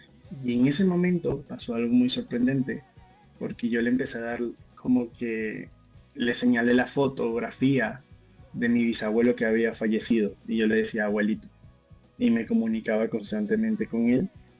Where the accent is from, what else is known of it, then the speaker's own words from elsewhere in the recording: Venezuela; now in Spain; yo soy un joven de 21 años, soy venezolano